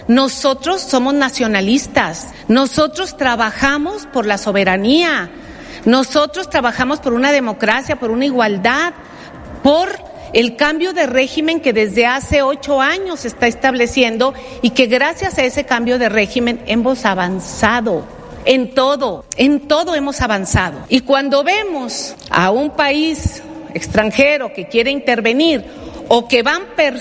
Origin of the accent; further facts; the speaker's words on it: Mexico; Y yo soy mexicana. Y yo desde toda mi vida, desde niña, a mí me enseñaron civismo en la escuela y civismo en mi casa para defender a México, la patria.